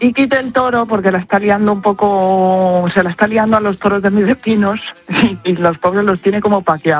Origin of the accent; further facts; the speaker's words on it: Salamanca, Castile and León, Spain; María y Víctor nos saludan desde mi tierra. ¡Vivan los charros madrugadores!